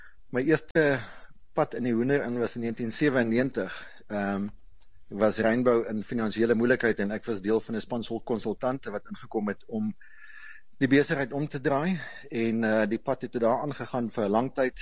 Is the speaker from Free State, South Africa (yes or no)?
yes; Hoopstad, Free State, South Africa; moved away; Ek kom daar uit die Milieu area uit Hoopstad uit groot geword daarso.